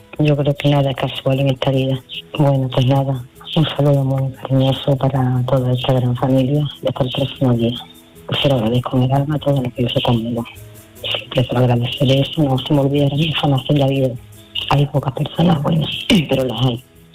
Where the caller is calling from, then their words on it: Seville, Andalusia, Spain; Hola, Manolo … de Sevilla.